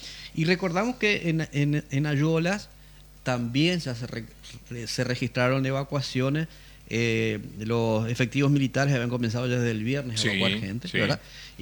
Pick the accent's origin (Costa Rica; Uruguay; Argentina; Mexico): Uruguay; now in Paraguay; yo soy uruguayo